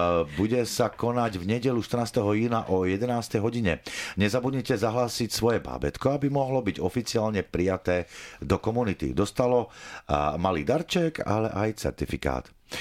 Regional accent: Očová, Banská Bystrica Region, Slovakia; moved away; som z Očovej a ľudové tanci sú veľmi tradičné tam u nás.

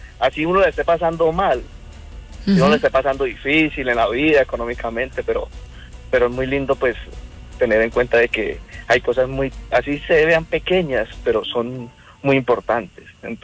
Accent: Bucaramanga, Santander, Colombia

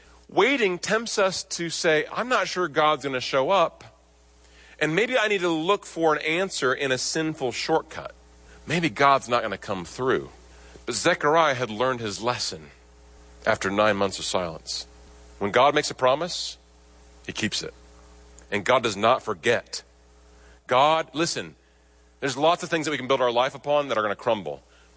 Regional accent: Nebraska, United States; You city folk might not know this, but I grew up in Nebraska, and my grandpa raised cattle

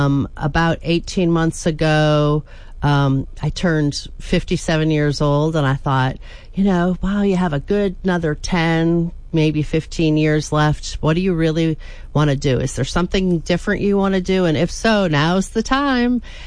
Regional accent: Pennsylvania, United States; went back to Pennsylvania for my job, and because it was my hometown and my parents were aging.

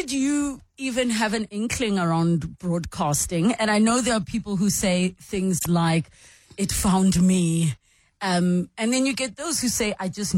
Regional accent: Soshanguve, Gauteng, South Africa; also born or lived in Pretoria North; I swear, I grew up in Soshanguve. And then we moved to Pretoria North and I went to Pretoria Girls.

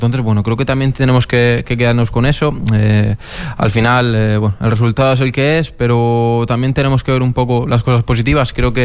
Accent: Alicante, Valencian Community, Spain; also born or lived in Barcelona; now in Málaga, Spain; a mi tierra, bueno, Alicante

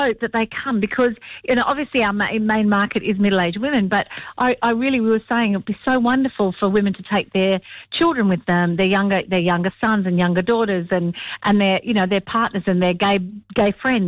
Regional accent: Canberra, Australian Capital Territory, Australia; I grew up in Canberra and I still remember your jingle from when I used to listen to you when I was a kid.

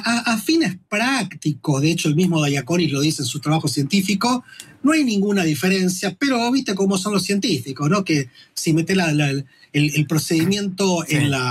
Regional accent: Argentina

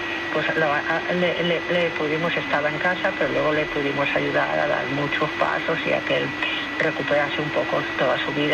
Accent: Badalona, Catalonia, Spain; la primera vez que yo volví a Badalona, yo soy de Badalona, pero estaba muchos años viviendo fuera de Badalona

